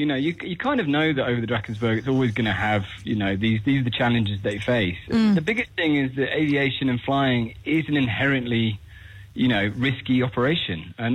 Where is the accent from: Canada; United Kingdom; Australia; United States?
United Kingdom; we are British, as you can probably tell by my lovely voice